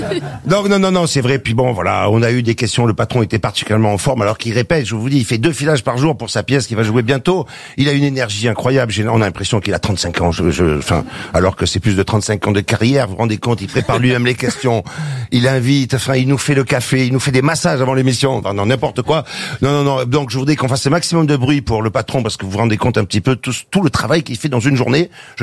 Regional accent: Marseille, Provence-Alpes-Côte d'Azur, France; comme je suis marseillais

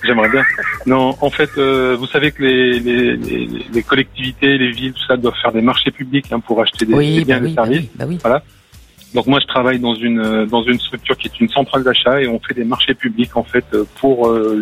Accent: Lens, Hauts-de-France, France; now in Lyon, France; Alors j'appelle de Lyon. Et puis petit clin d'œil, je suis originaire de Lens, dans le Pas-de-Calais.

